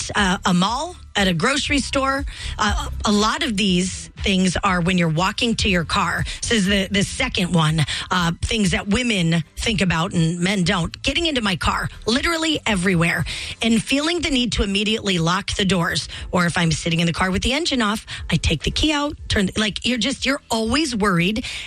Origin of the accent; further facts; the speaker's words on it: Montana, United States; also born or lived in Minneapolis; But, oh, my dad was always so worried because, you know, we're from Montana and it's safe.